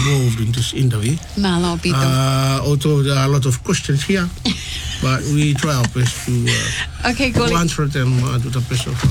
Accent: Neiafu, Vava'u, Tonga; now in New Zealand; I'm from Bawa'u, from the village of Le Matua, Neafu, and Lape. Is the capital of Vavao, I think.

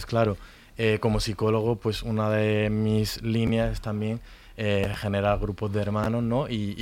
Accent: Andalusia, Spain; yo que soy de Andalucía y que pertenecía a la Asociación 22Q de Andalucía

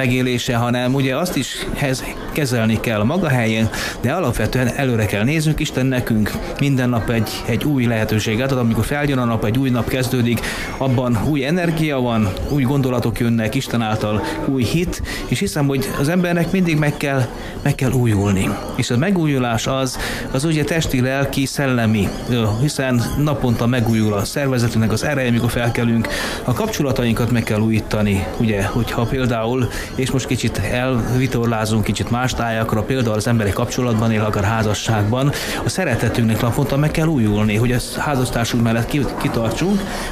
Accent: Bonyha, Mureș County, Romania; also born or lived in Marosvásárhely; Igen, hát ugye Marosvásárhely közelében, tehát az iskola, Marosvásárhelyen jártam többnyire, de Bonyháról származom, ami Marosvásárhely melletti községnek számít, 30 kilométerre van Marosvásárhelytől

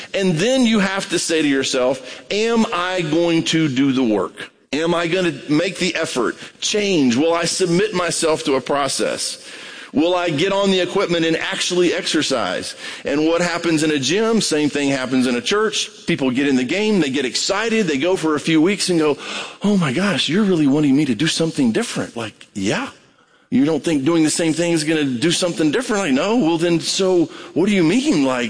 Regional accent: Brazil; born or raised there

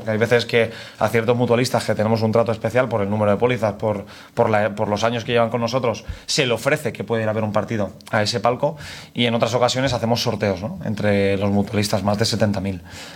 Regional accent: Valencia, Valencian Community, Spain; yo no soy de Alcoy, soy de Valencia

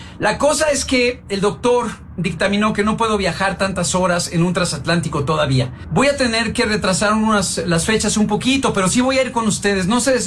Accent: Mexico; sigo haciendo mis conciertos domésticos acá en mi país, en México, y en las zonas cercanas

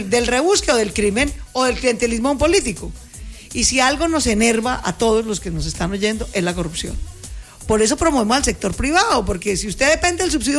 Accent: Colombia; somos colombianos

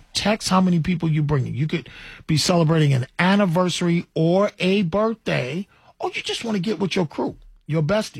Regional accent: Cleveland, Ohio, United States; now in Detroit, United States; Born and raised in Cleveland

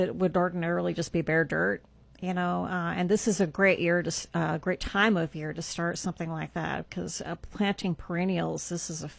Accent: England, United Kingdom; Well, I was born in England. My dad was in the Air Force.

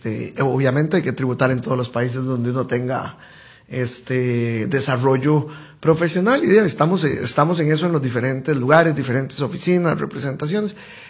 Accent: Costa Rica; moved away as an adult; now in Barcelona, Spain; soy un costarricense más, he trabajado en este maravilloso país la mayor parte, sin embargo también en Estados Unidos, en Colombia, en Honduras.

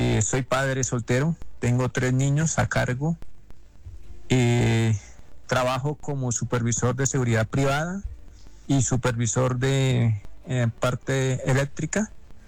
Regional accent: Sogamoso, Boyacá, Colombia; Tengo 43 años. Soy nativo o vivo, residente en Sogamoso, Boyacá.

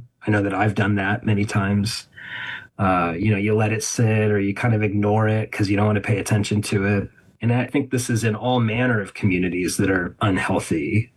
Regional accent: United States; especially as an American

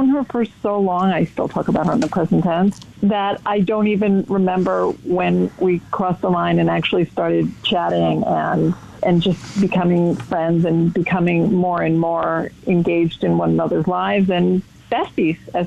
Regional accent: Brooklyn, New York, United States; I was raised in Brooklyn

